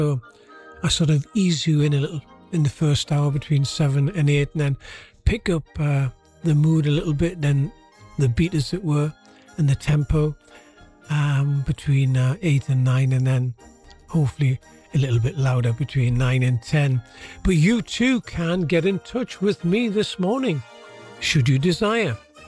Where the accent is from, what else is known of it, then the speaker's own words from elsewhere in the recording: Newcastle upon Tyne, North East England, United Kingdom; accent: Geordie; the …, born and bred in Newcastle upon Tyne.